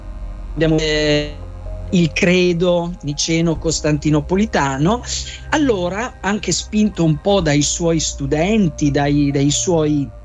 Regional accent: Piedmont, Italy; born there; poco più su di dove sono nato io, in Piemonte

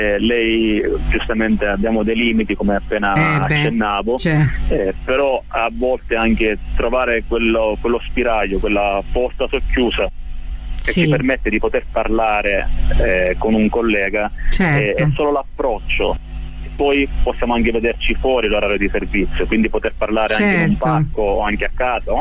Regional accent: Acireale, Sicily, Italy; now in Udine, Italy; Io sono originario di Acireale, sì, e faccio parte, come appena detto, di una famiglia cristiana evangelica.

